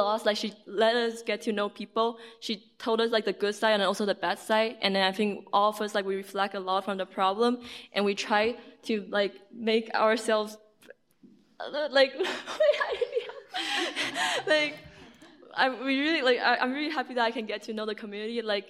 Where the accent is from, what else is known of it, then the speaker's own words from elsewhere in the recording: Taiwan; English is a second language; We're from the United World College, and … I'm from Taiwan. I'm still learning English, so I wish everyone can try to understand my English.